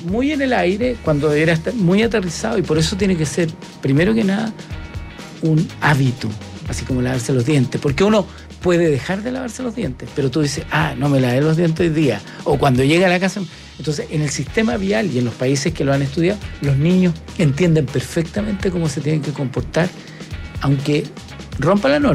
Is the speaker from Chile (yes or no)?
yes; Chile; porque los chilenos en general, como somos los ingleses de Sudamérica, conducimos por la izquierda.